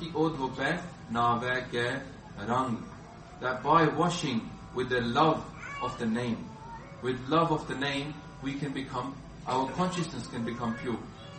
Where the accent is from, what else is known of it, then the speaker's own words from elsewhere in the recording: Southall, London, United Kingdom; As I was brought up, I'll talk about myself, 21 years growing up in Southo, brought to Gurdwara, matha tek